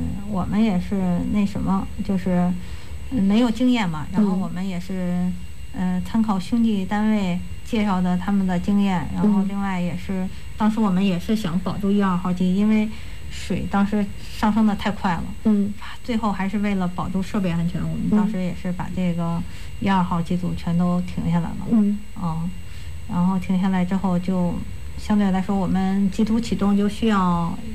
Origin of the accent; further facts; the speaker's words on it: Chengde, Hebei, China; 我是承德市土生土长的人